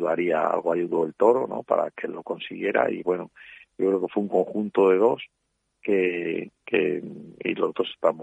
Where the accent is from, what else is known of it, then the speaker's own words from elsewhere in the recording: Salamanca, Castile and León, Spain; also born or lived in Fuenlabrada; yo nací en Fuenlabrada, pero y me crié en Fuenlabrada, pero pasé aquí en Salamanca desde los 3 años. He estado aquí, ¿no? En el campo, ¿no?